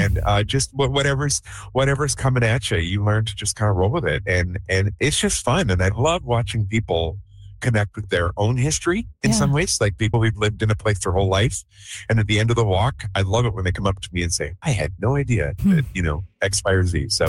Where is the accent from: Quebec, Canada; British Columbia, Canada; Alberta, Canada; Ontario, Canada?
Alberta, Canada; I grew up in Alberta. I grew up in a very religious household.